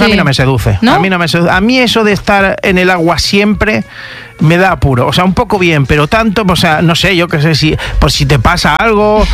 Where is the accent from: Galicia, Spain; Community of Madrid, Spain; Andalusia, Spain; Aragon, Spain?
Galicia, Spain; Que soy gallego yo.